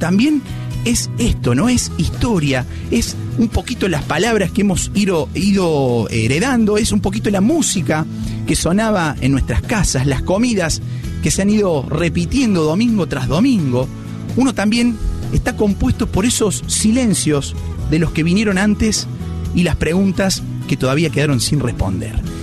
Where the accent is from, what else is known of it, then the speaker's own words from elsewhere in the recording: Laguna Larga, Córdoba, Argentina; Yo, por ejemplo, vengo de Laguna Larga, un pueblito del interior de la provincia de Córdoba.